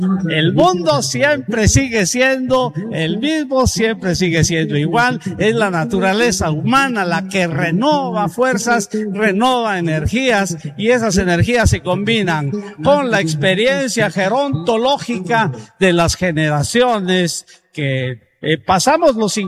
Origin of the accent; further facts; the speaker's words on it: Huehuetenango, Guatemala; en el tiempo en que yo crecí en Huehuetenango, éramos 25,000 habitantes